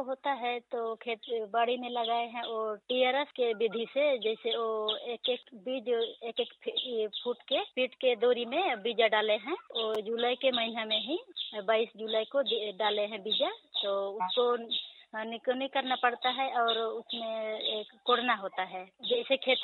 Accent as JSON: {"language": "Hindi", "town": "Biramchandrapur", "region": "Jharkhand", "country": "India", "said": "और मेरा गांव का नाम बिरामचंद्रपुर है, रेकला खरसा जिला।"}